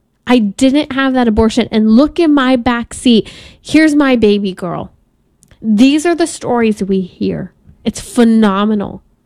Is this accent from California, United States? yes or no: yes; California, United States; born there; my home state of California